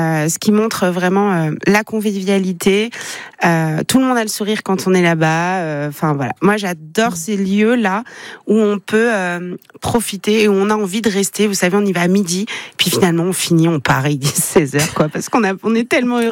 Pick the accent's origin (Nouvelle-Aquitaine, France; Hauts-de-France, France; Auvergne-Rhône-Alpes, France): Auvergne-Rhône-Alpes, France; Je suis savoyarde, bon, bah, désolée, hein.